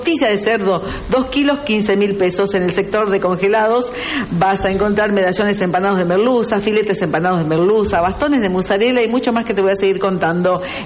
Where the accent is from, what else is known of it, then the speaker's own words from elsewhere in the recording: Argentina; en vez de hacernos vivir el mundial como argentinos.